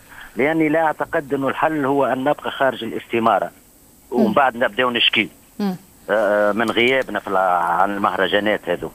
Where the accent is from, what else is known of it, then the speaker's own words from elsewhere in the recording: Tunisia; أنا كتونسي مسرحي تونسي